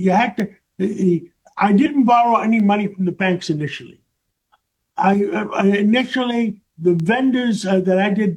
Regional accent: New York, United States; you know, I grew up in Harlem on 135th Street, and between Broadway and Amsterdam Avenue by City College, by Lewiston Stadium up there. I went to PS 192, 137th Street.

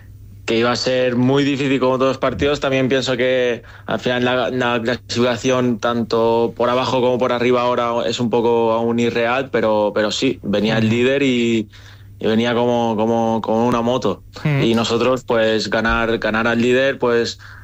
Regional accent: Manacor, Balearic Islands, Spain; porque al final yo he estado toda la vida en Manacor, claro. Soy de ahí, tengo muchísimos amigos y bueno, soy de Manacor

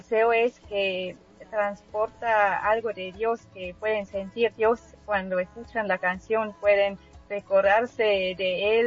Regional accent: Switzerland; born there; first language Swiss German; Spanish is a second language; also born or lived in Bolivia; hay partes en cuales se habla alemán, otra parte se habla francés, otro italiano, y yo nací en el parte alemán.

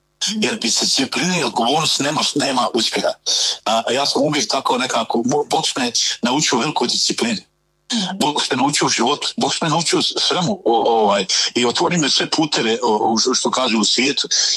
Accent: Zenica, Zenica-Doboj Canton, Bosnia & Herzegovina; kad sam bio ja ovako mlađi, bio sam nestrašan znate, odrastao sam u Zenci

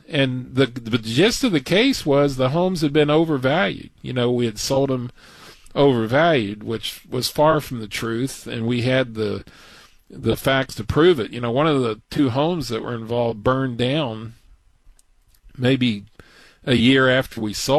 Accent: Texas, United States; I'm from Texas, so I can say it that way.

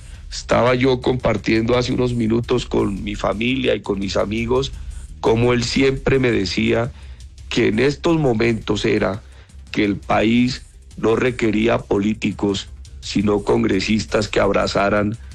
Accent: Huila, Colombia; yo soy del departamento del Huila

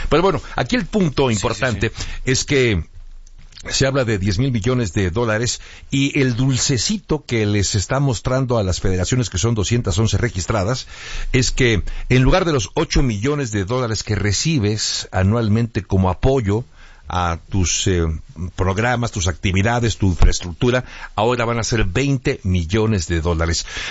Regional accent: Mexico

